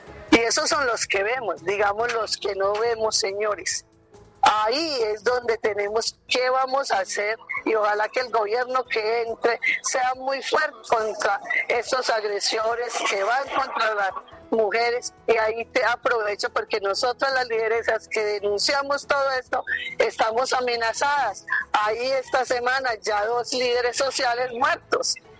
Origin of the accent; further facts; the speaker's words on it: Arauca, Caldas, Colombia; especialmente en mi pueblo Arauca